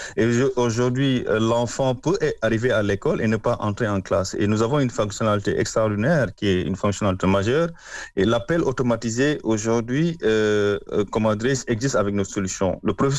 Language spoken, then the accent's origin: French; Senegal; j'en profite pour vous décrire un peu le taux de déperdition scolaire chez nous au Sénégal